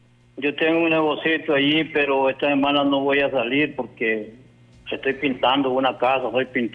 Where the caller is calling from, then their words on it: Tela, Atlántida, Honduras; En Tela, Atlántida.